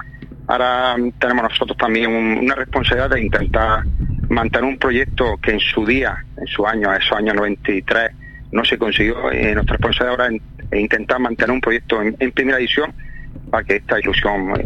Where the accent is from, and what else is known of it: El Ejido, Andalusia, Spain